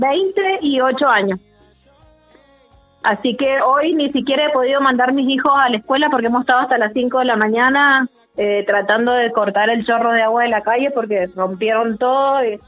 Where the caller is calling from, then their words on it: Godoy Cruz, Mendoza, Argentina; de Godoy Cruz.